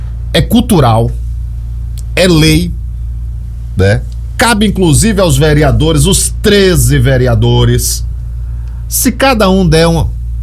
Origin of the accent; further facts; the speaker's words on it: Feira de Santana, Bahia, Brazil; now in Serra do Ramalho, Brazil; Eu sou feirense, natural de Feira de Santana, mas Serra do Ramalho, a população me abraçou